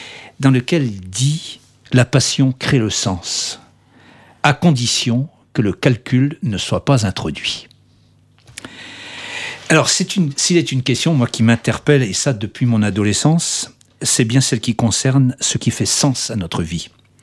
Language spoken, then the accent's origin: French; Brest, Brittany, France; also born or lived in Loir-et-Cher; J'ai grandi dans les rues de Brest.